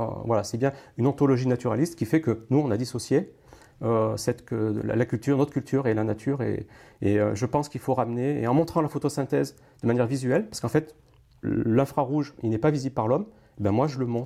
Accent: Clermont-Ferrand, Auvergne-Rhône-Alpes, France; j'ai fait mes études à Clermont-Ferrand. Je suis clermontois de base et j'habite actuellement dans une petite commune rurale.

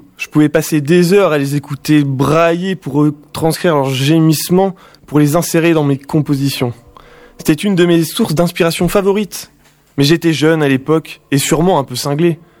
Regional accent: Avignon, Provence-Alpes-Côte d'Azur, France; born there; Je suis né à Avignon, mon père était professeur d'anglais et ma mère poète.

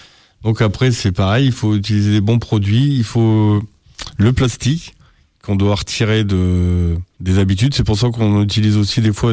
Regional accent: Lens, Hauts-de-France, France; Moi comme je viens de Lens et du Nord, la carbonade flamande c'est un peu proche de chez nous.

